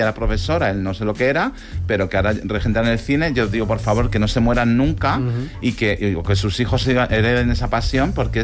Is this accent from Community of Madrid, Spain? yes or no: yes; Villaviciosa de Odón, Community of Madrid, Spain; mi pueblo de aquí de Madrid, Villaviciosa Sadón, tiene un cine maravilloso de verano